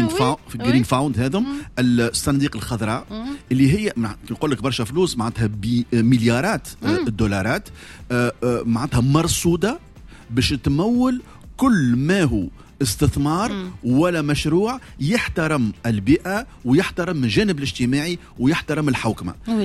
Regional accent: Tunisia

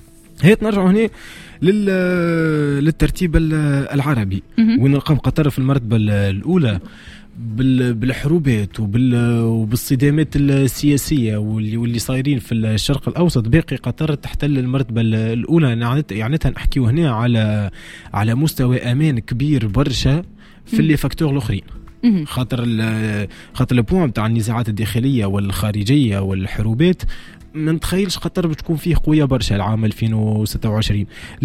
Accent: Tunisia

